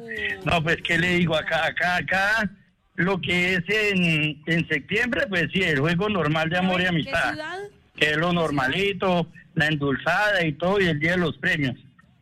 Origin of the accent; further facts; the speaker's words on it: Llanos Orientales, Colombia; Más en mi tierra, yo lo que veo es que yo voy de llano adentro